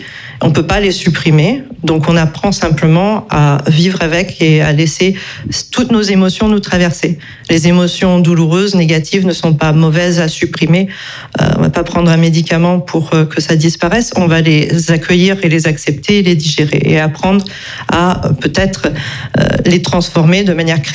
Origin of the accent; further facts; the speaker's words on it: Canada; Moi je viens du Canada, donc j'ai apporté en fait cette conception anglo-saxonne